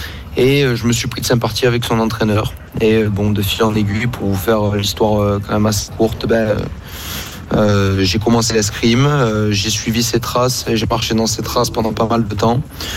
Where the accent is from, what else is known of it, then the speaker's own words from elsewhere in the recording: Marseille, Provence-Alpes-Côte d'Azur, France; nous sommes originaires de Marseille